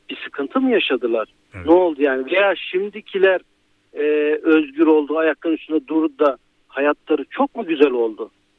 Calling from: Izmir, İzmir, Turkey; İzmir'den katılıyorum.

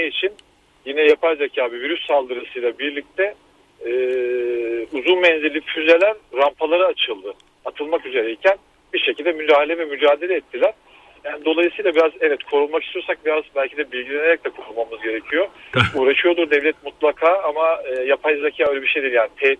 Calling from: Istanbul, Turkey; ben İstanbul'dan

